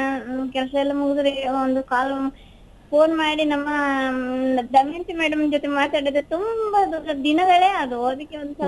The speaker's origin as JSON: {"language": "Kannada", "area": "Kodagu", "region": "Karnataka", "country": "India", "tie": "born or raised there", "also_born_or_lived": "Mysore", "lives_now": "Madikeri, India", "said": "ನಂದು ಹುಟ್ಟೂರು ಕೊಡಗು ಮೇಡಮ್, ನಮ್ದು ಹುಟ್ಟಿದ್ದು ಕೊಡಗು ನಮ್ದು, ಆಮೇಲೆ ನಮ್ಮ ಯಜಮಾನರ ಮನೆ ಮೈಸೂರು, ಹಾಗಾಗಿ ನಮ್ದು ಮೈಸೂರು ಕೊಡಗು ಎರಡು ನಮ್ದೇ."}